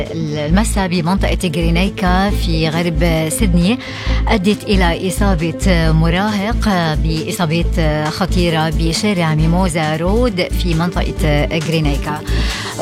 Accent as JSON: {"language": "Arabic", "country": "Lebanon", "said": "شو عنا قوة نحن بلبنان؟"}